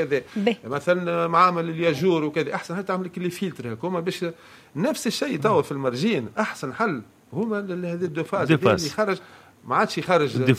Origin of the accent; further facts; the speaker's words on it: Monastir Governorate, Tunisia; عندنا في المستير